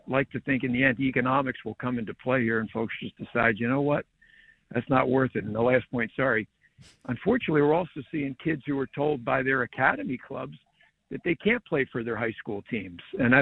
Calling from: Trenton, New Jersey, United States; I've been involved in youth soccer here in the Trenton area for a long time

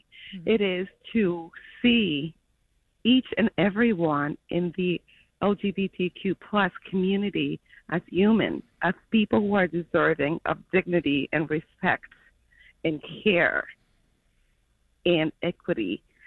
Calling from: New Paltz, New York, United States; I live in New Paltz, New York.

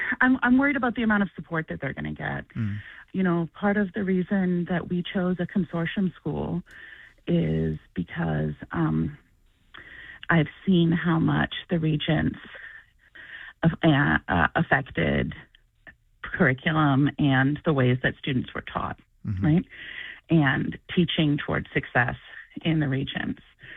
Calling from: New York City, New York, United States; I live in Upper Manhattan, and I'm a New York City public school parent.

